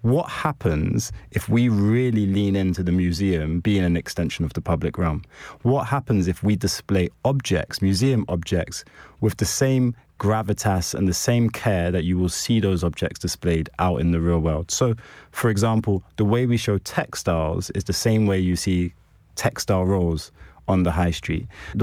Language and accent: English; Bethnal Green, London, United Kingdom; You know, I grew up in East London. I grew up in Bethnal Green.